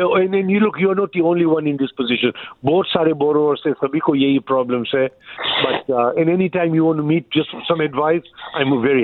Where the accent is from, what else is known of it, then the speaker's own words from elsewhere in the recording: Tanzania; moved away; you can say I grew up in a British ruled type country. I'm actually, you'll be surprised if I tell you, I'm from East Africa. I'm from Tanzania.